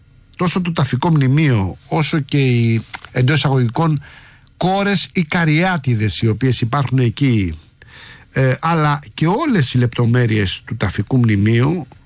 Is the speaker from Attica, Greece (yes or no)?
yes; Rafina, Attica, Greece; Καλημέρα στο φίλο μου τον Πάνο εκεί από την πατρίδα μου τη Ραφίνα.